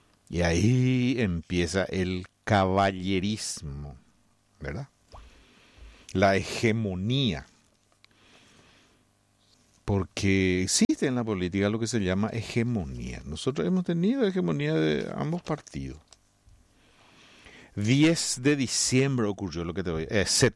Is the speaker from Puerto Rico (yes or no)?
no; Paraguay